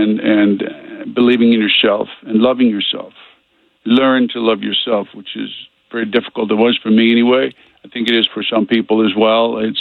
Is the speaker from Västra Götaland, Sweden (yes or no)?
no; Stockholm County, Sweden; moved away; my personal journey from Sweden, physical journey, but more so emotional journey, where I grew up outside of Stockholm.